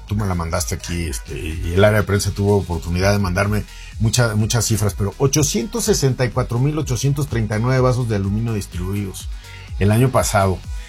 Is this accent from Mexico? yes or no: yes; Mexico